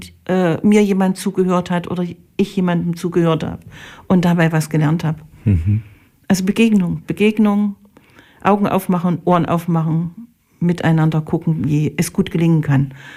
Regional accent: Germany; ich bin in der DDR groß geworden und ich weiß, dass es gar nicht so viel braucht, um glücklich zu sein.

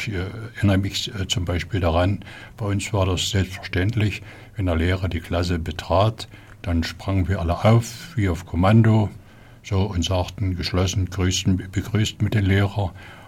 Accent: Silesian Voivodeship, Poland; Ich bin ja 1945, im Februar, musste ich meine Heimat Schlesien verlassen, das heutige Polen.

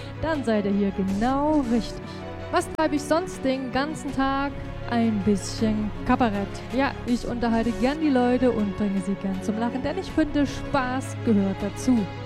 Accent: Saalfeld-Rudolstadt district, Thuringia, Germany; Ich komme aus dem Landkreis Saalfeld, Ruderstadt, Bad Blankenburg, unser Städtedreieck.

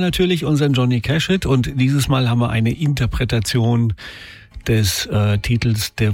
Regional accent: Germany; wir sind ja Deutsche.

